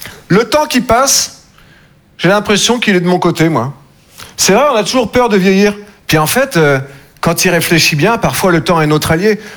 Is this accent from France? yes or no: yes; Nouvelle-Aquitaine, France; Moi, je viens des Deux-Sèvres. Je sais pas si vous connaissez. Entre la Vienne et la Vendée. Ça aide pas des masses, visiblement, quoi. Entre le Puy du Fou et le Futuroscope. Voilà, c'est au milieu.